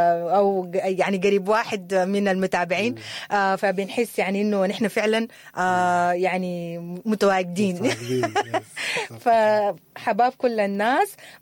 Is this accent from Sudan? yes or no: yes; Sudan; وممكن دي حاجة إحنا كمجتمع سوداني ما كنا بنعترف بها بشكل كبير